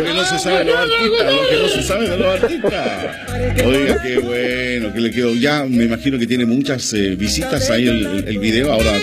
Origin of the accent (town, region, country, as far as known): Chile